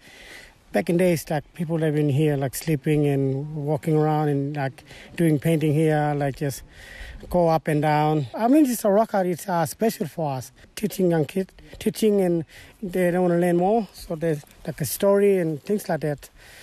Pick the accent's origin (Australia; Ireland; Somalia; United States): Australia; Gunbalanya, Northern Territory; I was born in Darwin. I grew up in Kumbalanya, but my homeland is Meningwere